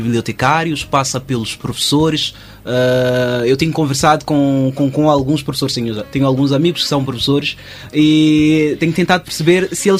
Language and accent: Portuguese; Maputo, Maputo City, Mozambique; Nós costumamos, aqui em Moçambique, em Maputo em específico, que foi onde cresci